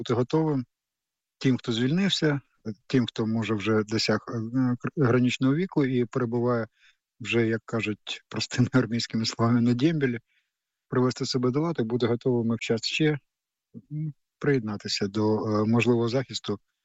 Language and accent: Ukrainian; Kyiv, Ukraine; я теж корінний киянин.